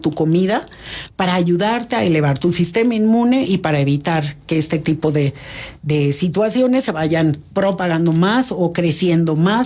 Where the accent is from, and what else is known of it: Tabasco, Mexico; born or raised there